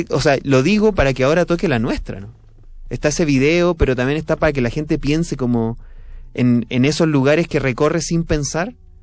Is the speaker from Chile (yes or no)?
yes; southern Chile, Chile; also born or lived in Santiago, Chile; now in Mexico City, Mexico; Yo no soy de Santiago, soy de un pueblo en el sur de Chile. Y llegué a Santiago